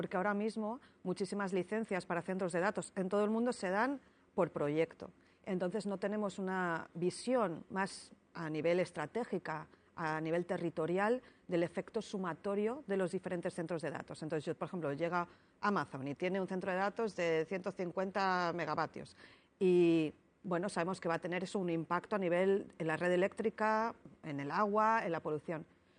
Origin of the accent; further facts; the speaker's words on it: Spain; Se echa de menos en lugares como en España, de donde yo soy